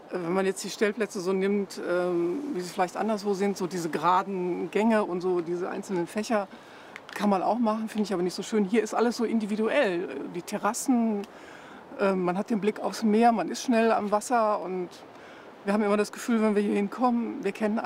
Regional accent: Essen, North Rhine-Westphalia, Germany; Aus Essen.

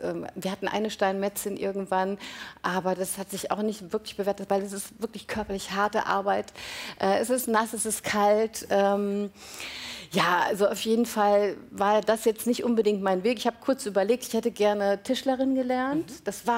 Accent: Westerwald, Germany; born there; Nein, wir hatten so ein kleines Dorf. Ich bin halt wirklich auf dem Land groß geworden

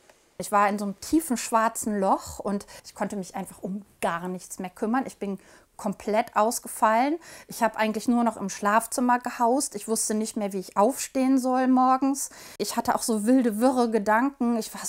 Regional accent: Hückeswagen, North Rhine-Westphalia, Germany; Ich bin im Bergischen Land groß geworden, in Hückeswagen. Ich habe in Wuppertal Kunst und Deutsch studiert, auf Lehramt.

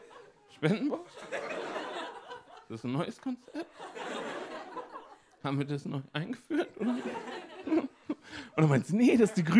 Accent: Emden, Lower Saxony, Germany; Ich gehe ganz in den Norden, ich gehe. Ich bin aufgewachsen in Emden. Ich habe es geliebt in Emden.

